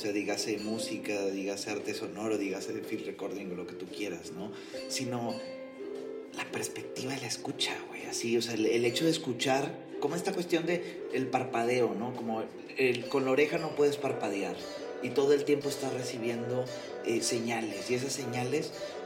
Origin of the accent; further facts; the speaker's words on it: Monterrey, Nuevo León, Mexico; Tú sabes cómo somos los regios.